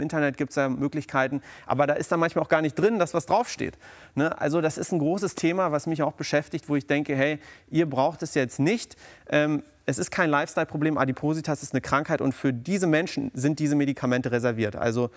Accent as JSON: {"language": "German", "region": "East Germany", "country": "Germany", "moved": "yes", "said": "Also wir kommen ursprünglich aus Ostdeutschland, aber sind nach der Wende rübergezogen nach Westdeutschland, weil meine Eltern dort Arbeit gefunden haben."}